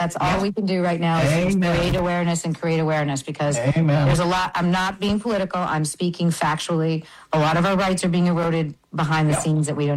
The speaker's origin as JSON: {"language": "English", "region": "New York", "country": "United States", "tie": "born there", "also_born_or_lived": "Brazil", "said": "I'm born and raised in New York. I was born partially, I mean, I was raised, you know, a lot in Brazil because my mother is Brazilian. So I have a lot of that piece to me."}